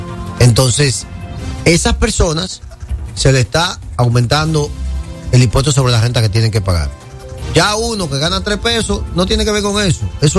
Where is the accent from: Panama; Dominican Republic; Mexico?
Dominican Republic; somos todos dominicanos